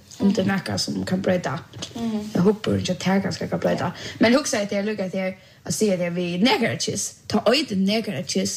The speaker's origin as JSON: {"language": "Swedish", "country": "Bulgaria", "second_language": "Swedish"}